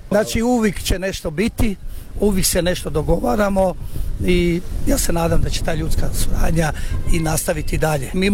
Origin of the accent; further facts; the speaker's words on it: Croatia; kod nas u Hrvatskoj, u novoj našoj državi